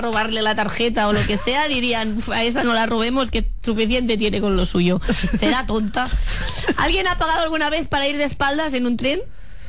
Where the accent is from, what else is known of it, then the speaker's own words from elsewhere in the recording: Catalonia, Spain; como persona catalana esto me